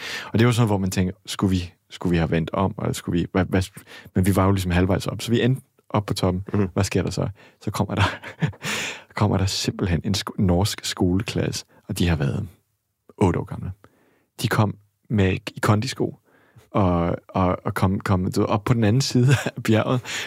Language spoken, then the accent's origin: Danish; Australia; now in Denmark; Og det første, jeg gjorde, da jeg var kommet fra Australien til Danmark, det var at tænke, der er simpelthen ikke nok bjerg og klipper og hav og bølger og sådan noget.